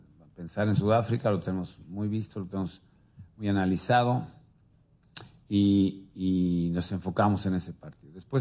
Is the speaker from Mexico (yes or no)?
yes; Mexico